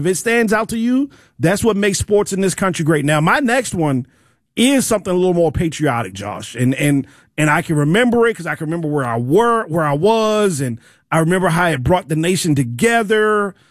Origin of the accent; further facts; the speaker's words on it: Maryland, United States; moved away; I grew up in Maryland, but my dad grew up in New York before he moved to Maryland.